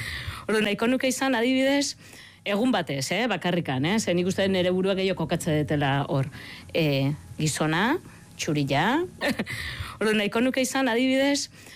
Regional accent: Basque Country, Spain; emakumea naiz, euskalduna naiz, alegia hizkuntza gutxitukoa

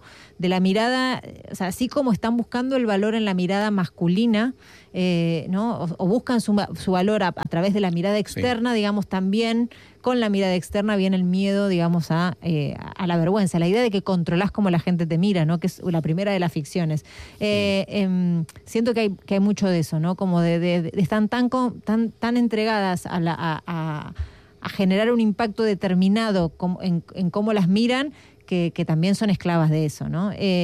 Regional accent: Argentina; now in Madrid, Spain; yo estoy vivo en Madrid, en mi vida, en mi casa, pero también nunca soy del todo de ahí, ¿no? Soy extranjera y si a eso le sumo como lo que tengo, lo que aprendí por mi recorrido, por ser argentina

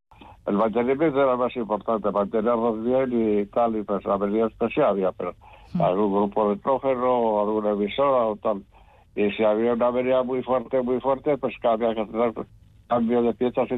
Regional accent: Machichaco, Basque Country, Spain; O sea que ahí he nacido, y bueno, pues después era normal para mí. Era un sitio donde yo había tenido mi niñez y mi juventud

